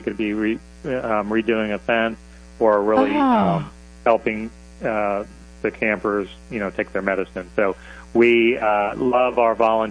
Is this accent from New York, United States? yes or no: no; Florida, United States; I'm born and raised in Central Florida